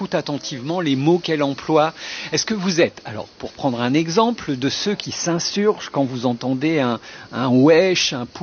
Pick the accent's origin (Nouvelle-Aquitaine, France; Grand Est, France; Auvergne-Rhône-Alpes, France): Nouvelle-Aquitaine, France; moved away; moi je viens de Charente-Maritime, je travaille plutôt sur Paris.